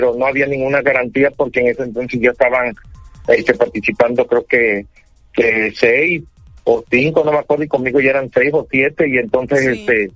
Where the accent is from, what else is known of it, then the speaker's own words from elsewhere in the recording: Puerto Mariano, Veracruz, Mexico; yo soy una persona que vengo de un pueblo, soy originario de Puerto Mariano, municipio de Puente Nacional, soy del pueblo, me debo al pueblo